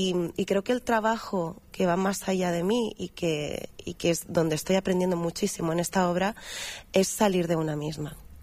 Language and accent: Spanish; Spain